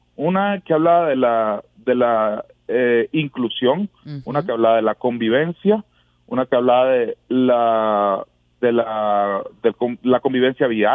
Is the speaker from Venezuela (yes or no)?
yes; Venezuela; somos una delegación venezolana de 15 personas